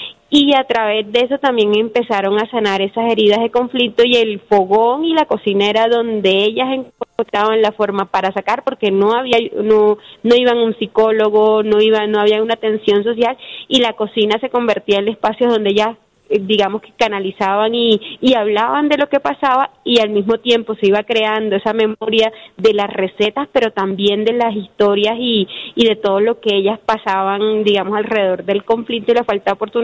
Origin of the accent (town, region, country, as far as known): Colombia